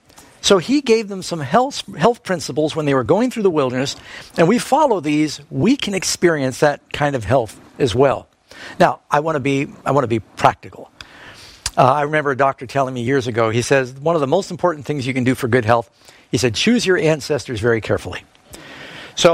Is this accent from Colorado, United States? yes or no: no; New York City, New York, United States; We'd wake up in the morning, and my brother and I, growing up in New York City, we'd kind of get ourselves breakfast